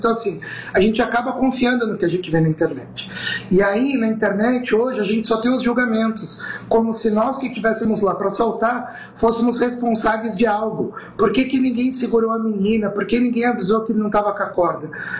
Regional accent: Baixada Santista, São Paulo, Brazil; Eu sou do litoral, aqui da Baixada.

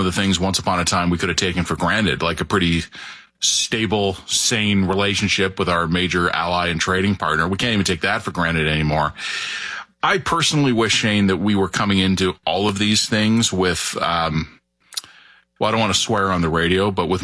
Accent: Toronto, Ontario, Canada; So my hometown, Toronto, is going to be one of the host cities for the upcoming World Cup.

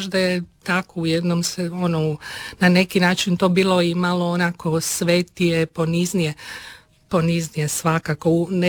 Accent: Zagreb, City of Zagreb, Croatia; also born or lived in Karlovac; rođena sam u Karlovcu, jer su moji roditelji tada živjeli u Krašiću, no ubrzo su se preselili u Zagreb, gdje su u Botincu izgradili kuću i ja sam tamo odrasla.

